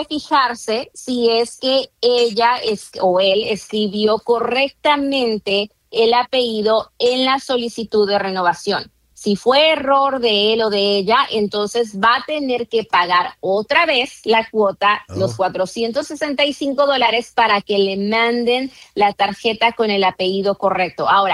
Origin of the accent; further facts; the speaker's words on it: Mexico; now in United States; nosotros los mexicanos